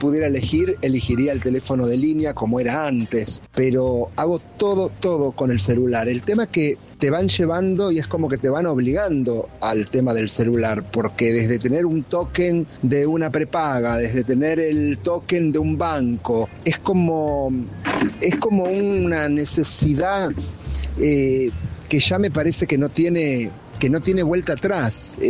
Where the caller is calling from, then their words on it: Buenos Aires, Argentina; de Palermo.